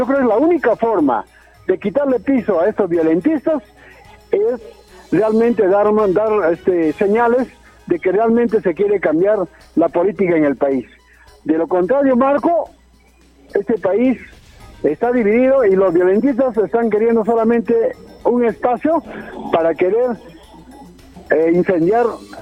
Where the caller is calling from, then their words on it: Peru; nosotros como ciudadanos y como peruanos nos hemos dado cuenta que el Perú está partido en dos.